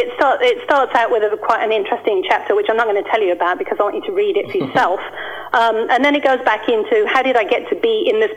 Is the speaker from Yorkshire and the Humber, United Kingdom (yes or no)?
no; Bentley Heath, West Midlands, United Kingdom; I was born in the West Midlands. I was actually born in a little village called Bentley Heath, which is not too far from Solihull and outside of Birmingham.